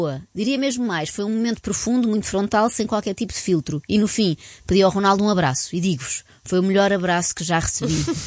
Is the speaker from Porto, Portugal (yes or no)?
no; Amadora, Lisbon, Portugal; Quem sou eu, um velho de 72 anos, nascido e criado na Amadora, que come chicletes de boca aberta